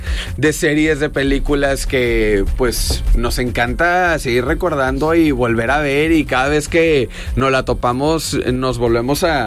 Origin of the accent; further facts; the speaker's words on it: Monterrey, Nuevo León, Mexico; accent: regio; Entonces, a nosotros nada más nos emocionamos tantito y los regios se nos sale.